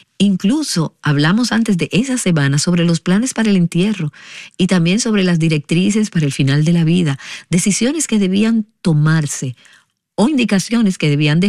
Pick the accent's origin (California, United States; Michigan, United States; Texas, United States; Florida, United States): Michigan, United States; Nosotras, casualmente, somos todas de Michigan, pero en tu país puede verse un poco diferente.